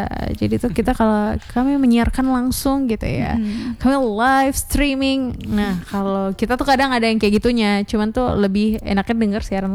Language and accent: Indonesian; West Sumatra, Indonesia; first language Minangkabau; Bahasa ibunya adalah bahasa Minang kalau kita orang Minang